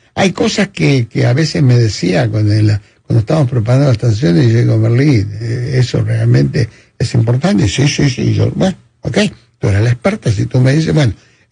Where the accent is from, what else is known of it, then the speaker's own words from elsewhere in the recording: Argentina; now in Calgary, Canada; Saben, como argentino me gusta mucho comer carne y ahí me dan toda la carne que quiero